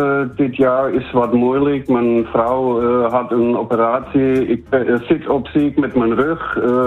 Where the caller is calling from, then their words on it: Germany; Dutch is a second language; Nee, ik woon in Beieren. Ik ben Duitser. Maar kom graag en vaak naar Zeeland.